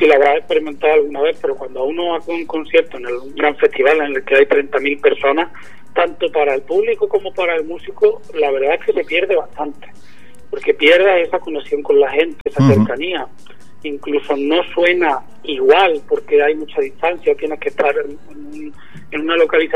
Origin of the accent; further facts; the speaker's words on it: Andalusia, Spain; Sí, efectivamente, nosotros somos de la comarca de la Sierra Sur de Sevilla. Estamos compuestos por miembros del pueblo de Pepa, de donde soy yo